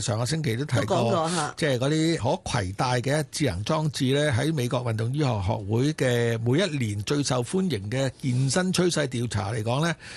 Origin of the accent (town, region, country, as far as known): Hong Kong